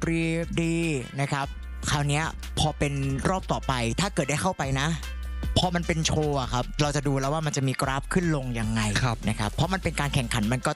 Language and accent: Thai; Southern Thailand, Thailand; ผมเป็นคนใต้